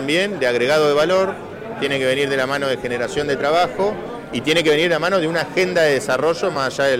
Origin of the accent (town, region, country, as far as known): Argentina